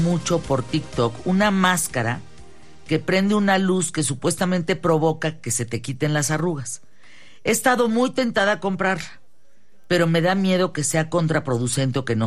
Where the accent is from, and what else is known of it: Durango, Mexico